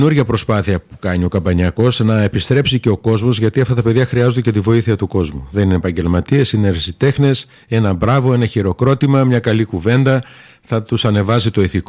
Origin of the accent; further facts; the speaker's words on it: Adendro, Central Macedonia, Greece; εγώ είμαι από το Άδεδρο